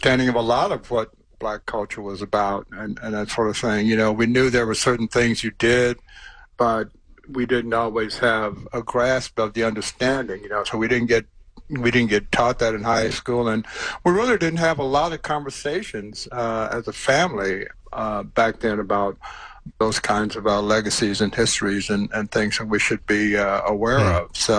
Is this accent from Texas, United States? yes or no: yes; Houston, Texas, United States; growing up in Southeast Houston